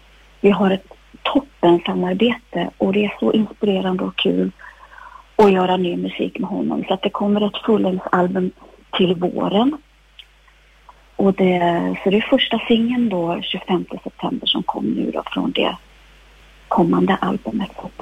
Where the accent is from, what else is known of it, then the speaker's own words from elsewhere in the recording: Östersund, Jämtland County, Sweden; vi kom ju från Jämtland, Östersund.